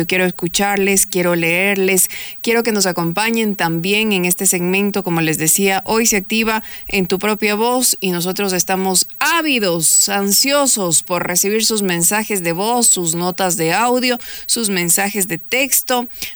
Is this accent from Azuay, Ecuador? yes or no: no; Quito, Pichincha, Ecuador; los quiteños estamos transitando, estamos viviendo nuestra ciudad.